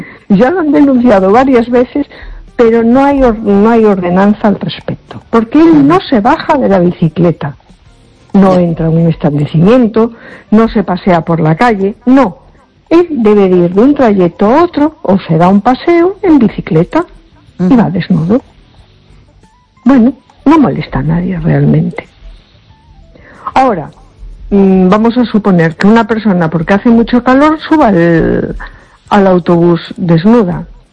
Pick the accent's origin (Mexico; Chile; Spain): Spain; A Coruña, Galicia